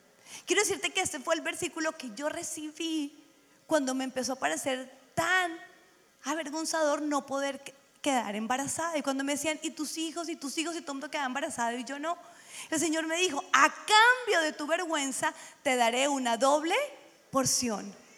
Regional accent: Colombia; now in United States; yo era una colombiana inmigrante en los Estados Unidos y esa era mi tierra

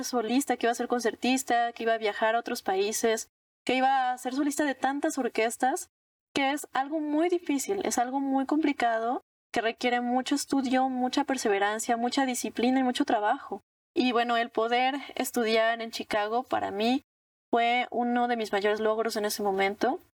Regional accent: Xalapa, Veracruz, Mexico; Yo tenía 7 años cuando ingresé al Centro de Iniciación Musical Infantil en Jalapa. Soy de Jalapa, Veracruz.

